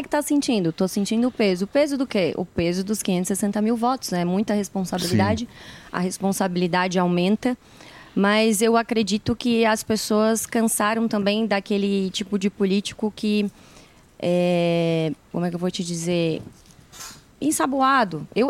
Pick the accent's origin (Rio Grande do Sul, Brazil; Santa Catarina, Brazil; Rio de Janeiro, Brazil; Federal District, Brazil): Santa Catarina, Brazil; Criciúma; Eu sou de Criciúma